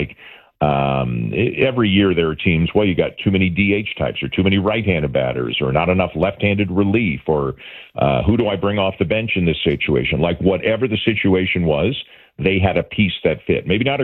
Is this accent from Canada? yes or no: yes; Toronto, Ontario, Canada; So remember, I'm from Toronto.